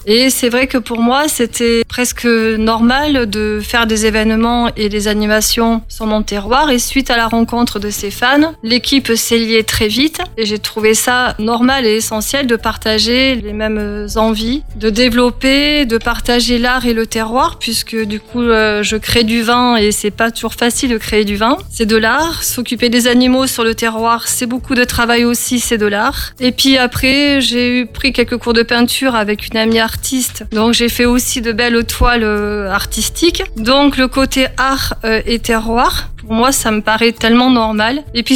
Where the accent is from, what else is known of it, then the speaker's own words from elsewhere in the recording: Nouvelle-Aquitaine, France; du peps à mon terroir, du peps à notre Médoc